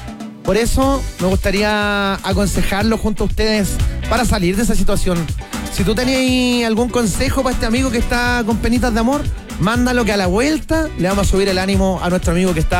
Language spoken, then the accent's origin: Spanish; Macul, Santiago Metropolitan Region, Chile; Oye, un abrazo a mi gente de Macul. Yo soy de Macul, para los que no saben, ¿eh? Le tengo un cariño especial a mi comuna de Macul.